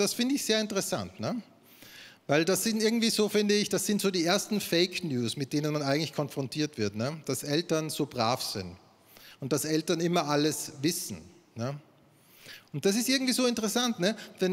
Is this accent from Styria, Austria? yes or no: yes; Styria, Austria; Das gibt es bei uns in Österreich, ja? In der Steiermark wird das produziert.